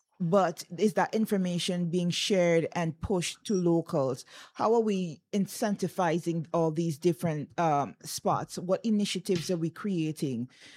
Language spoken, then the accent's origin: English; St. Vincent & Grenadines; our country here in St. Vincent